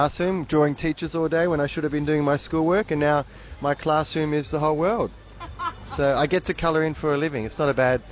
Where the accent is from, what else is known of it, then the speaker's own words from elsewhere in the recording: Sydney, New South Wales, Australia; So I go all around the country. We're from Sydney, and we do the whole show circuit.